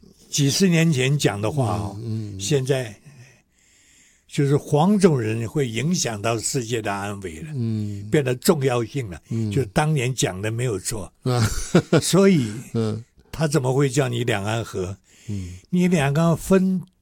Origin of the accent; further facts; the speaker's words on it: Taiwan; 你看我们台湾人很多对日本人很崇拜